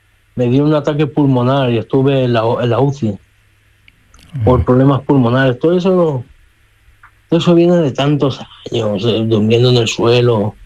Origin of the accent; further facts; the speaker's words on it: Mallorca, Balearic Islands, Spain; yo soy de Mallorca. Yo tengo mi empadronamiento, mi arraigo allá.